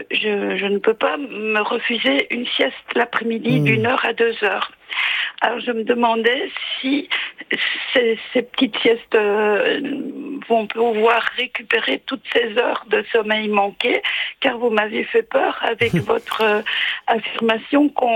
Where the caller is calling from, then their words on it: Revin, Grand Est, France; Revin, dans les Ardennes.